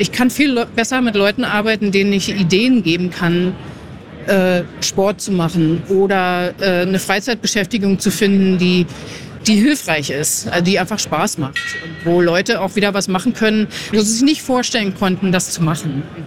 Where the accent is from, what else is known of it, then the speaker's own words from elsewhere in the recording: Potsdam, Brandenburg, Germany; moved away as an adult; now in United States; Ich habe in meiner Heimatstadt Potsdam angefangen und bin 2006 in die USA ausgewandert